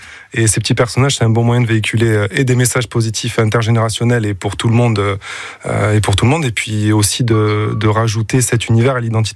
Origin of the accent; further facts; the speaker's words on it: Occitanie, France; moved away as an adult; now in Pyrénées-Orientales lowlands, France; Et j'ai grandi en Cerdagne, donc j'ai un réseau là-haut. Et puis là, ça fait quelques années que je suis ici en bas.